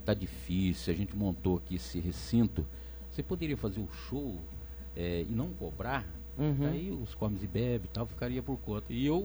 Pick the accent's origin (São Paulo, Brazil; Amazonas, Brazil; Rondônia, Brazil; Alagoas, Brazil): São Paulo, Brazil; also born or lived in Northeast Brazil; Não, não, eu sou daqui de São Paulo.